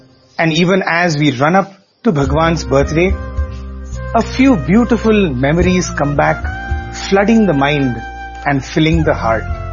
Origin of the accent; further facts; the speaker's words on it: Bangalore, Karnataka, India; I was leaving back to my hometown Bangalore on the 25th.